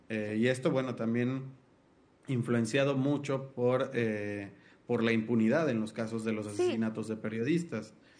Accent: Veracruz, Mexico; En el caso de Veracruz, de donde yo soy

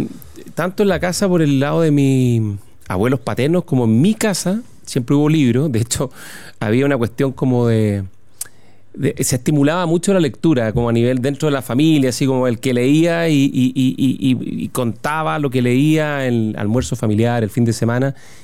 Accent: Santiago, Santiago Metropolitan Region, Chile; born there; also born or lived in Talca; Me vine a Santiago, hice toda la básica en un colegio, en Inmaculada Concepción, un colegio subvencionado de la parroquia de la Inmaculada Concepción, acá en Vitacura.

